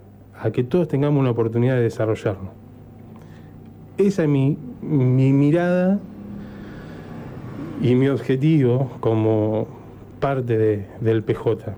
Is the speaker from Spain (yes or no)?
no; Junín, Buenos Aires Province, Argentina; La adolescencia la pasé en Junín, provincia de Buenos Aires.